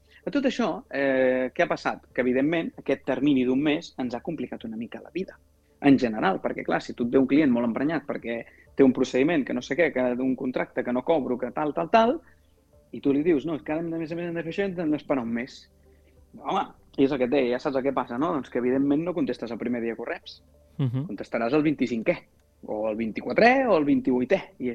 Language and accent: Catalan; Catalonia, Spain; jo que sóc d'Osona